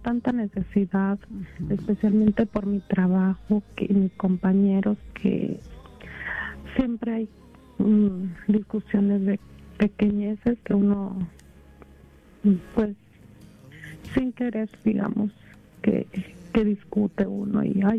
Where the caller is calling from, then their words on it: Chicago, Illinois, United States; de Chicago.